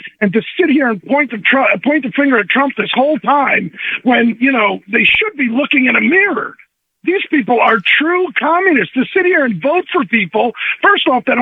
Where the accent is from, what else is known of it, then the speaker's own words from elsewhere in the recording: New York, United States; now in Florida, United States; as a New Yorker, that's one thing I do miss in Florida is real New York pizza and real New York bagels.